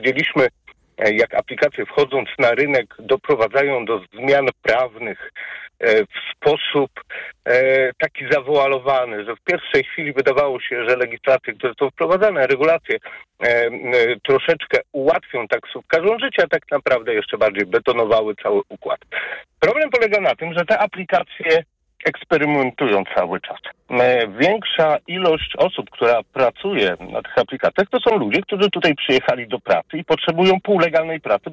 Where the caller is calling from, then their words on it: Warsaw, Masovian Voivodeship, Poland; Jestem z Warszawy i od prawie roku pracuję na aplikacjach.